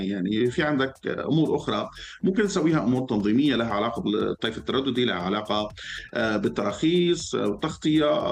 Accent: Syria; ممكن في سوريا أو أنا كمواطن سوري فيني أعتبر

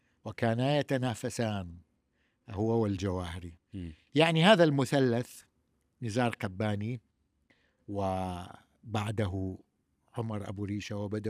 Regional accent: Mosul, Nineveh, Iraq; ولكننا في الموصل ندعيه

